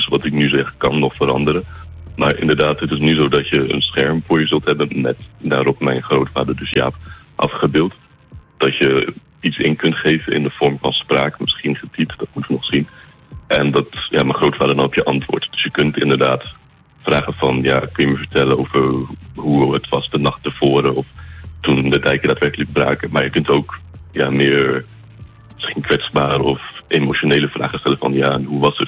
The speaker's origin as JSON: {"language": "Dutch", "country": "Luxembourg", "tie": "born or raised there", "said": "Want ik ben Nederlander, maar ben in het buitenland opgegroeid, inderdaad. En dus in Luxemburg."}